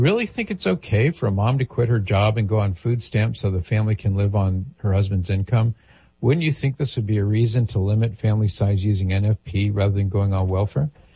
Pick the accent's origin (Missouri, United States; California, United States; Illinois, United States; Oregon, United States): California, United States